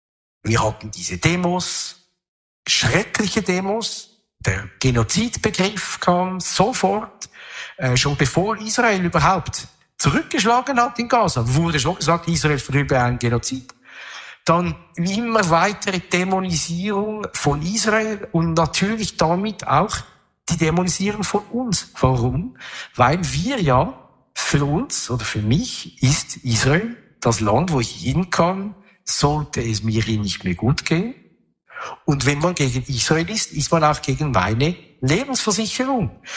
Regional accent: Zurich, Switzerland; Ich bin, wie gesagt, in Oerlikon aufgewachsen in der Blütezeit. Ich bin aufgewachsen und hatte keine Probleme mit Antisemitismus. In Oerlikon ist kein Ort, wo viele Juden leben, eigentlich überhaupt keine.

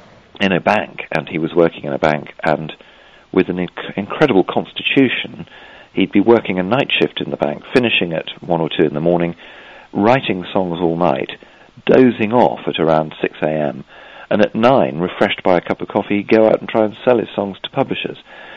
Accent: England, United Kingdom; I suspect my accent gives me away.

